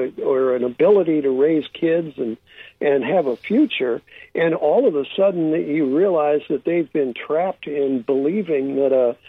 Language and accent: English; California, United States; I'm the guy from California